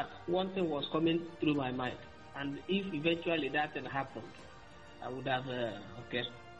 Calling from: Aba, Abia, Nigeria; I'm calling from Abba.

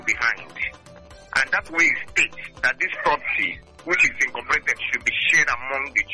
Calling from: Anambra, Nigeria; I'm calling from Anambra State.

